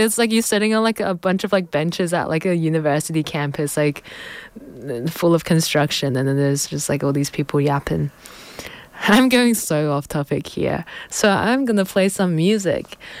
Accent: Canberra, Australian Capital Territory, Australia; I grew up in Canberra, so I got the whole Canberra school system

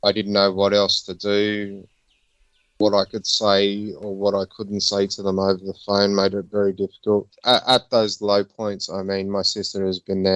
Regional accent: Sydney, New South Wales, Australia; I was born in Sydney, Australia, and have a lot of strong connections with the people and the community. It's been my home for the last 41 years.

